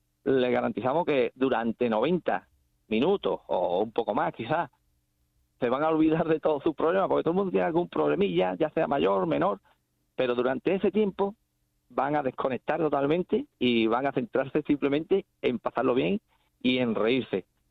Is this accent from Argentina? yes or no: no; Cádiz, Andalusia, Spain; como somos de Cádiz, estamos al lado